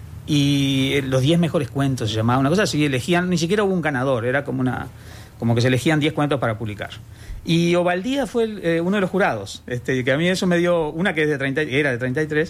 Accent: Treinta y Tres, Uruguay; born there; now in Montevideo, Uruguay; Yo allá estaba, geográficamente, te comentaba, en una situación un poco extraña, porque la casa de mi viejo, de mis padres, estaba en el límite exacto donde empezaba unos ramales de la Cuchilla de Dionisio

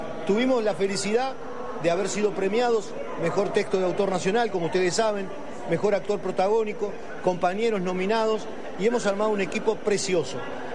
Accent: Rosario, Colonia, Uruguay; Teníamos muchas ganas de hacerla en Rosario, porque yo soy de Rosario

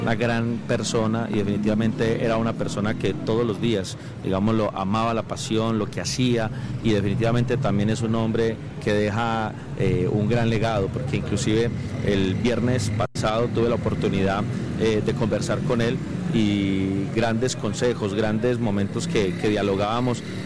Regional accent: Santa Rosa de Cabal, Risaralda, Colombia

